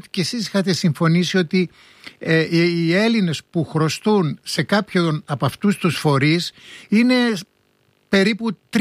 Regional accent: Istanbul, Turkey; γιατί είμαι από την Κωνσταντινούπολη και έχουμε και το Βόσφορο και τη Μαύρη Θάλασσα και τη θάλασσα του Μαρμαρά.

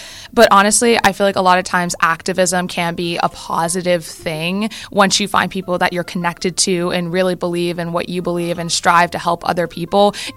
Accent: Bridgeville, Pennsylvania, United States; I'm from the Bridgeville community.

